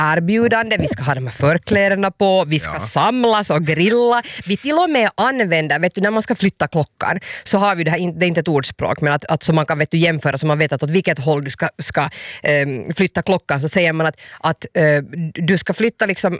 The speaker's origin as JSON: {"language": "Swedish", "country": "Finland", "said": "Och vi är ju finnar"}